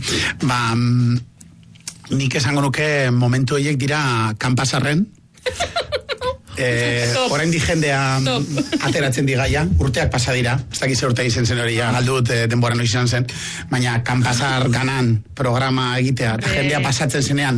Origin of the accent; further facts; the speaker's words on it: Bilbao, Basque Country, Spain; ni bizkait bilbotarra naiz, bizkaitarra